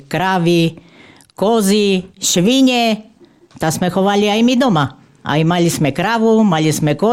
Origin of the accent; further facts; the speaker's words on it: Žakarovce, Košice Region, Slovakia; also born or lived in Gelnica; ja len som sa narodila a tu žijem.